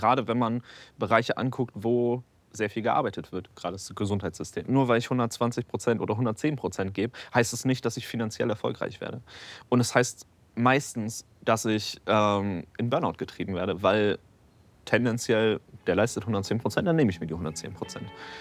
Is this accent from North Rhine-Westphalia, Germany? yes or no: no; Schwerin, Mecklenburg-Vorpommern, Germany; ich komme aus Schwerin, bin 26 Jahre alt und arbeite zurzeit als Fotograf.